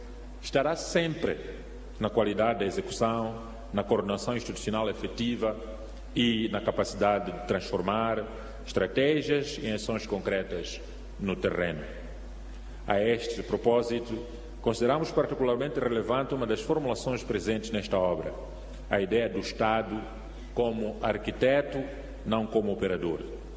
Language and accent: Portuguese; Mozambique